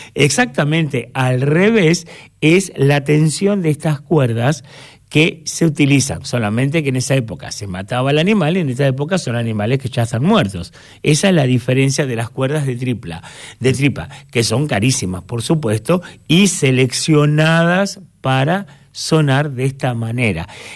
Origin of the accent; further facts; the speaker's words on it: Argentina; somos argentinos